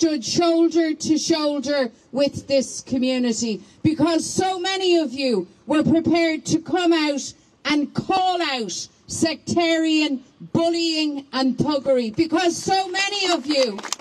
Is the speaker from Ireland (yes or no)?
yes; Ireland; What's at issue here is something so utterly fundamental to us as Irish men and Irish women.